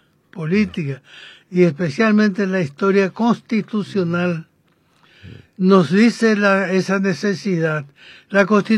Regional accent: Paraguay; no somos políticos los paraguayos

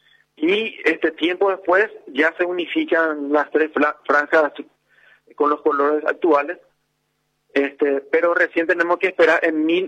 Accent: Paraguay; lo que nosotros somos como paraguayos.

